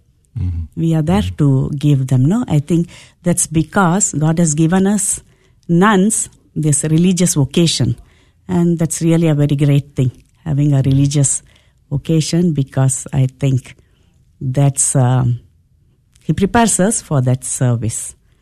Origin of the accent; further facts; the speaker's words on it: India; moved away as an adult; I come from India